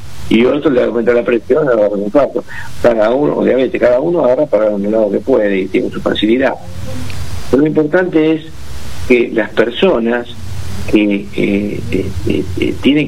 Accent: Italy; moved away; En el pueblo donde yo crecí en Italia

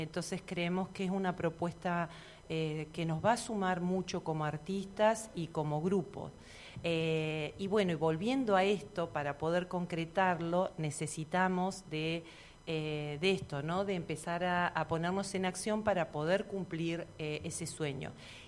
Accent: Argentina; somos todos de aquí, de Cipolletti, Neuquén, podamos viajar, y que no somos de Buenos Aires, sino que de la Patagonia

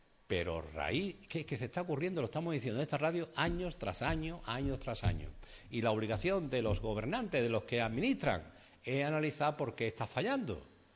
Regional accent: Sanlúcar de Barrameda, Andalusia, Spain

